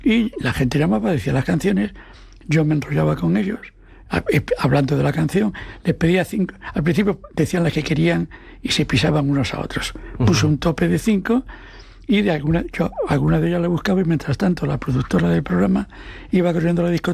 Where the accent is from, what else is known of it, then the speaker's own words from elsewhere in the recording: Asturias, Spain; Como yo soy asturiano, digo, ¿de dónde?